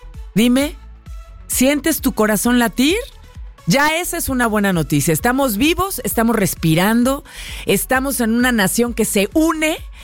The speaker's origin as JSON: {"language": "Spanish", "country": "Mexico", "said": "Porque somos mexicanos, como decía George, y tenemos mucho que agradecer, mucho que celebrar."}